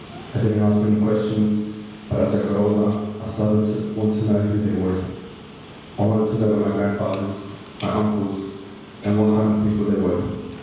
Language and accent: English; Sydney, New South Wales, Australia; born there; I'm 19 years old, and I was born here in Sydney, Australia.